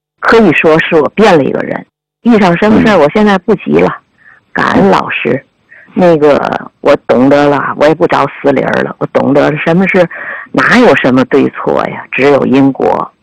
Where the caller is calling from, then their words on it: Tianjin, China; 我是来自天津市南开区的，我今年71岁，